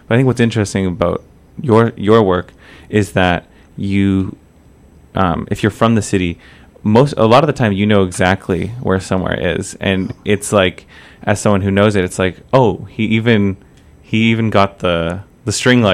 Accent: Hamilton, Ontario, Canada; as someone who has grown up here

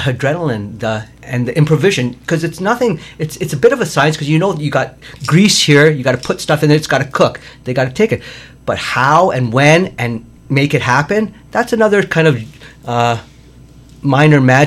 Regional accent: Hamilton, Ontario, Canada; also born or lived in Toronto; Growing up in Hamilton, you know, by the time I was 18

